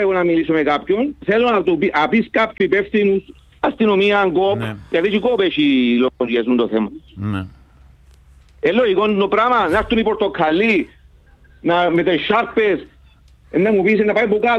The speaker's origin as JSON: {"language": "Greek", "town": "Nicosia", "region": "Nicosia District", "country": "Cyprus", "said": "Λευκοσία, κάθομαι Λατσιά."}